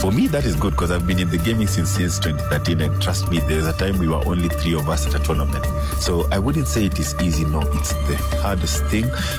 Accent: Nairobi, Kenya; I grew up in Kibra, and Kibra is one of the biggest slums in Africa now, and it's one of the most dangerous places to grow.

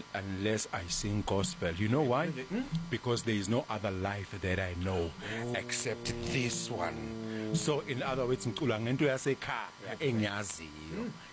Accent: Newcastle, KwaZulu-Natal, South Africa; I'm from Newcastle.

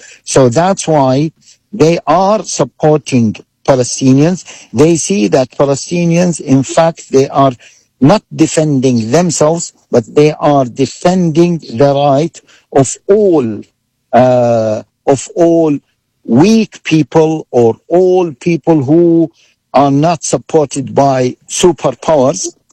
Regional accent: United Kingdom; I am from Britain, in Europe, and in particular countries like South Africa.

